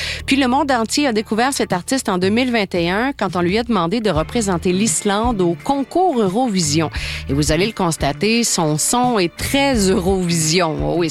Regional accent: Canada

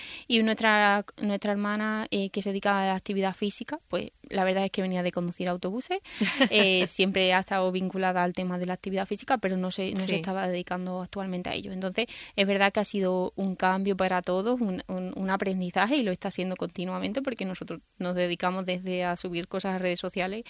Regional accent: Mérida, Extremadura, Spain; ya que nosotros somos una familia de Mérida

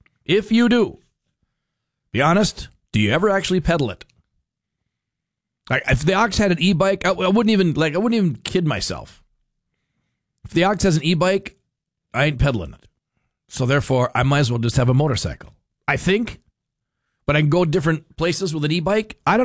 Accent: Fargo, North Dakota, United States; I grew up in Fargo. So growing up in Fargo, we didn't have any hills.

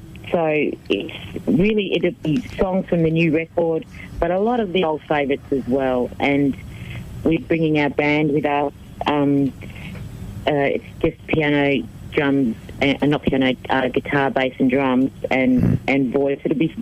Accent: Australia; we're Australian.

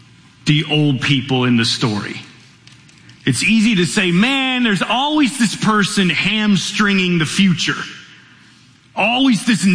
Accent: Michigan, United States; born or raised there

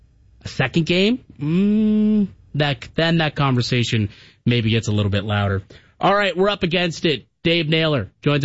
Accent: Canada; As a Canadian, I don't like that opinion

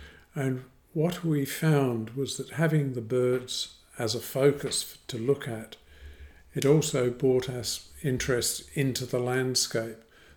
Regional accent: England, United Kingdom; I started off when I was a young kid, and I'd probably say the age of six onwards, in growing up in England.

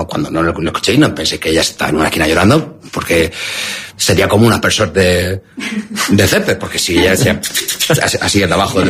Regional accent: Murcia, Region of Murcia, Spain; Soy un chico de Murcia. Uh-huh. Nací en el año 86.

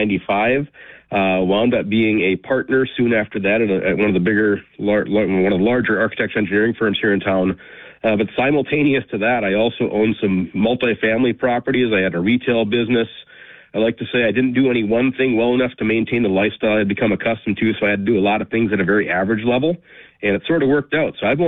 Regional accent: Fargo, North Dakota, United States; Well, again, I'm from Fargo.

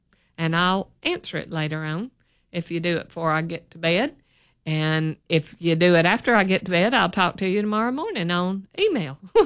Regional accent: Birmingham, Alabama, United States; I grew up in Birmingham and lived here all my life.

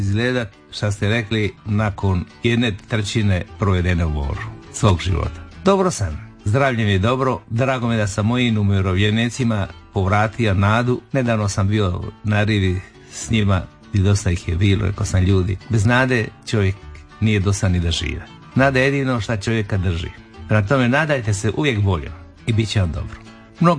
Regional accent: Croatia; Uspio sam da preplivam kao prvi Hrvat.

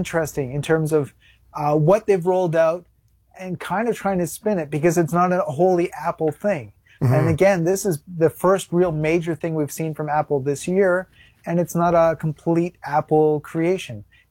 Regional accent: Canada; it's weird being Canadian because we're kind of in between the UK and the American experience. So I never know whether to say soccer or football.

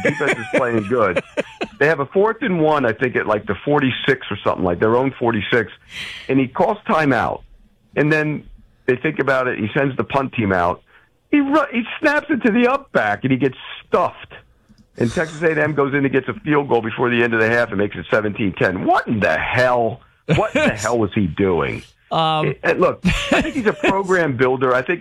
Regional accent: Naples, Campania, Italy; No, Naples.

